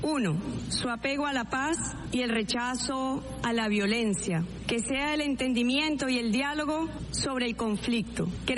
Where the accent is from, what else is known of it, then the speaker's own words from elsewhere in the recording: Venezuela; Hoy vengo a esta Asamblea como una hija más de Venezuela